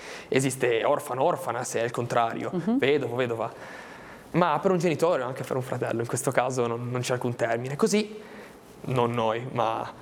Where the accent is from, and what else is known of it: Albenga, Liguria, Italy